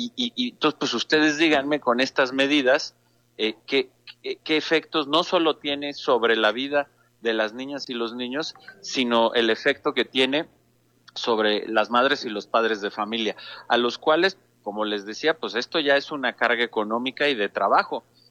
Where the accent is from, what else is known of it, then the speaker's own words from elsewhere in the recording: Mexico; yo sigo sorprendido e indignado como mexicano y como padre de familia.